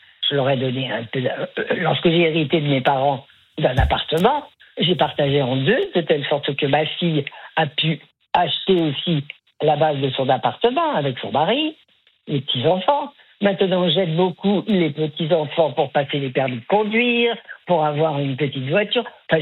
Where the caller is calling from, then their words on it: Colombes, Île-de-France, France; Je vis à Colombes.